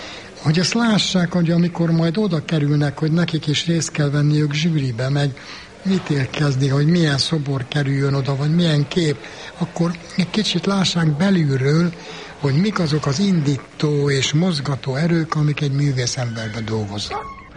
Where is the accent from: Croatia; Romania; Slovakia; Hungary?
Romania; Székely Land; born or raised there